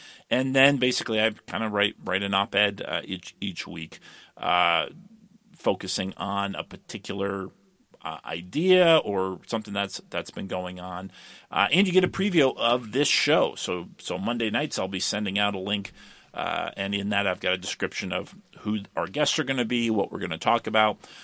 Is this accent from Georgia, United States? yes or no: no; Brandon, Vermont, United States; And that is held at the Neshebe Golf Course in my hometown of Brandon, Vermont.